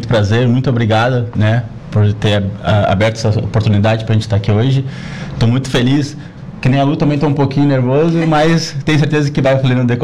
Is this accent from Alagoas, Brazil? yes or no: no; Rio Grande, Rio Grande do Sul, Brazil; moved away as an adult; also born or lived in Florianópolis; now in Araranguá, Brazil; Eu sou natural do Rio Grande, tá? Da cidade do Rio Grande mesmo, certo? Mas já estou aqui na região de Santa Catarina.